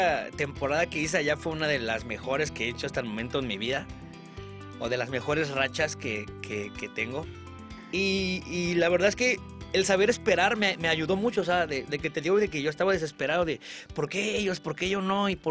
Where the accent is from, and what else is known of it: Mexico